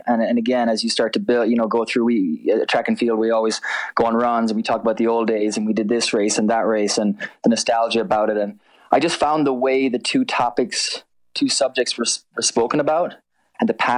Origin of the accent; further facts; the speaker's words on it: Ireland; moved away; as someone growing up in Ireland who had no exposure